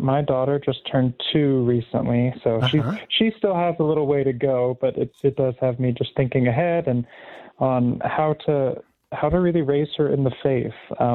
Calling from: Colorado Springs, Colorado, United States; Down in Colorado Springs

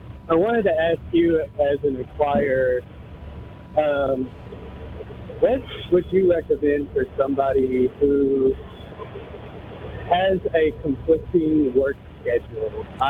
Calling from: Palestine, Texas, United States; I'm calling from Palestine, Texas.

